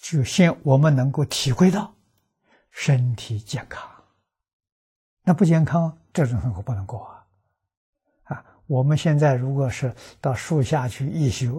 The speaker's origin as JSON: {"language": "Chinese", "country": "China", "said": "我们中国人"}